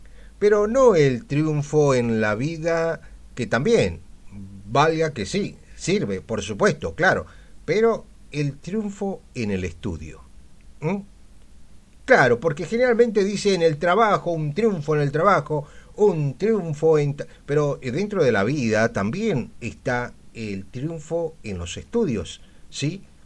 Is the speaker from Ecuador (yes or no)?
no; Argentina; obviamente somos argentinos